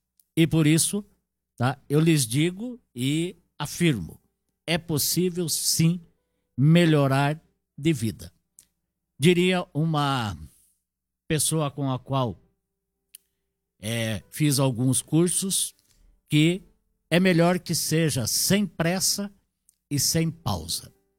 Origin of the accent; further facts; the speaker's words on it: Brazil; para nós, brasileiros